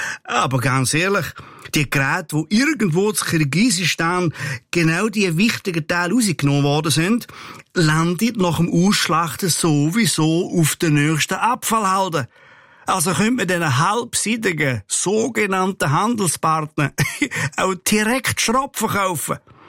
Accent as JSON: {"language": "German", "country": "Switzerland", "said": "Natürlich, ja, da sind wir Schweizer nämlich weltweit führend."}